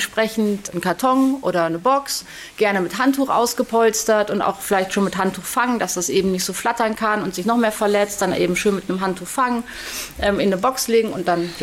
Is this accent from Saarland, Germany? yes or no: no; Rommerskirchen, North Rhine-Westphalia, Germany; ich komme auch aus Höningen.